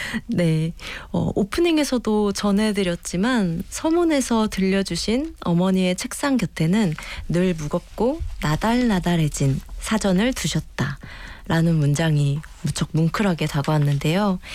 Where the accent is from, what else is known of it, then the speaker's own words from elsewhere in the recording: South Korea; 한국인으로서 이 DNA에서 느껴지는 어감이 주는 그 감상이 있죠.